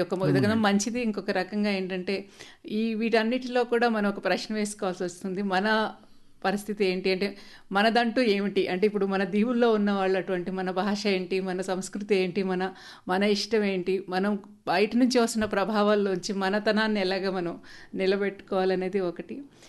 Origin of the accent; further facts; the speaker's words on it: Mahbubnagar, Telangana, India; నా చిన్నతనంలో మా మహబూబ్ నగర్లో